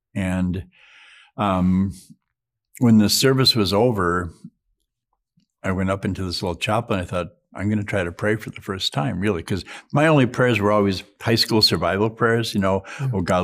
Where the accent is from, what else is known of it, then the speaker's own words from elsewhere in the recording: Duluth, Minnesota, United States; including the bishop of my hometown, the Bishop of Duluth.